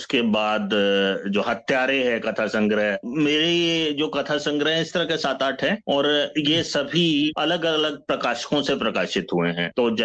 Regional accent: Amritsar, Punjab, India; moved away; also born or lived in Delhi; अपने मेरा home town जो है वो अमृतसर है, मेरे पेरेंट्स वहीं सेटल्ड हैं

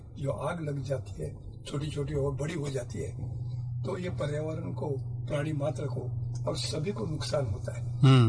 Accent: Alibag, Maharashtra, India; मैं छत्रपति शिवाजी महाराज के जिला रायगढ़ से हूँ, और समंदर के बगल में सरखेल कान्होजी आंगरे करके जो आरमार के प्रमुख थे शिवाजी महाराज के, उन्हीं के गांव का अलीबाग का रहने वाला हूँ।

